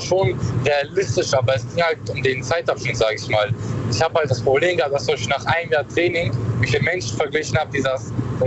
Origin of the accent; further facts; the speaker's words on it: Karlsruhe, Baden-Württemberg, Germany; aus Karlsruhe.